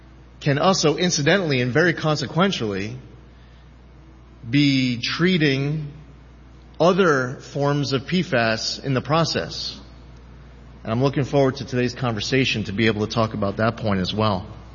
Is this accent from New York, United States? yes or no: yes; New York, United States; somebody as a New Yorker. I've seen firsthand how strongly his contributions have resulted in better water quality throughout the state.